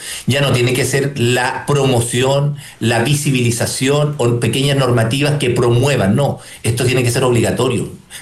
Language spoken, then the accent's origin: Spanish; Chile